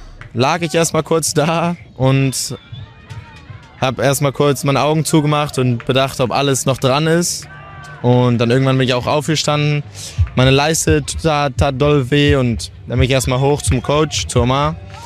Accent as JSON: {"language": "German", "country": "Portugal", "tie": "born or raised there", "also_born_or_lived": "Hamburg", "moved": "yes", "said": "ich bin 19 Jahre alt. Ich komme aus Hamburg, bin aber tatsächlich in Portugal groß geworden."}